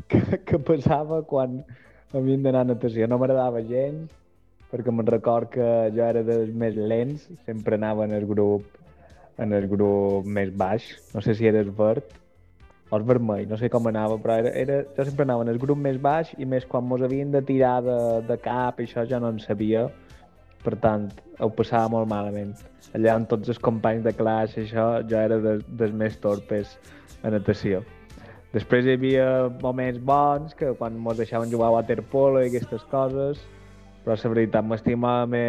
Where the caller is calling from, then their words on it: Palma, Balearic Islands, Spain; sóc de Palma.